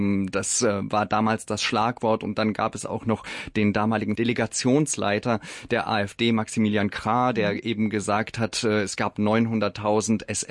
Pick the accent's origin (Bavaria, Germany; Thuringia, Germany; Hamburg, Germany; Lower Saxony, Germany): Bavaria, Germany; Also ich bin ja aus Bayern und ich kenne nur CSU-Regierungen.